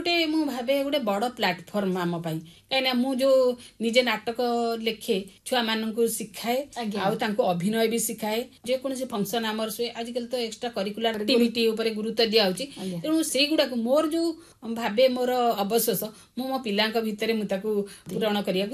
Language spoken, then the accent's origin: Odia; Odisha, India; born there; ମୁଁ ସବୁବେଳେ ଗର୍ବ କରେ ଯେ ମୁଁ ଓଡ଼ିଶାରେ ଜନ୍ମ ହେଇଛି ବୋଲି।